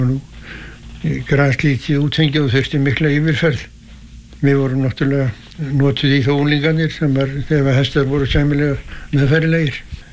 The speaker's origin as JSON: {"language": "Icelandic", "town": "Arnarvatn", "region": "Northeastern Region", "country": "Iceland", "tie": "born or raised there", "said": "Ég var fæddur 1923 á Arnarvatni Mývatnssveit og ólst þar upp til fullorðins ára."}